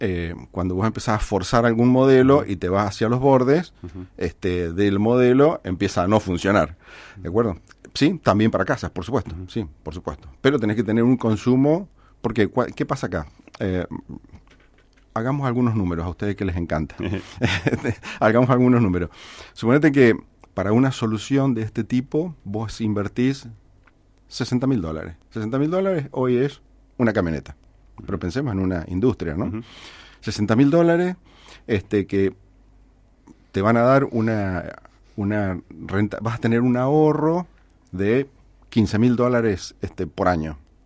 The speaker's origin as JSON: {"language": "Spanish", "region": "Mendoza", "country": "Argentina", "said": "nosotros como comunidad mendocina"}